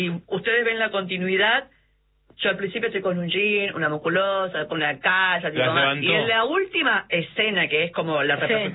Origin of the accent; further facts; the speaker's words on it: Chaco, Argentina; born there; si bien yo nací en el Chaco, mi papá todo el tiempo iba a Paraguay, iba y venía, tenía la sangre guaraní de parte de él.